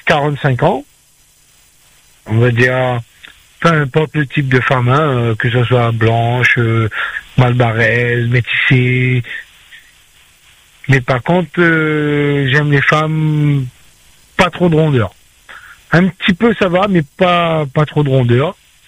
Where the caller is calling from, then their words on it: Réunion; moi je suis de l'Est. Je suis entre Sainte-Rose et Saint-Benoît.